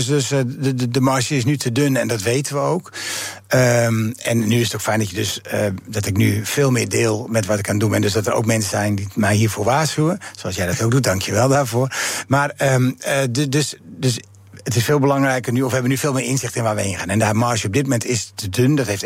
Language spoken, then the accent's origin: Dutch; Amsterdam, North Holland, Netherlands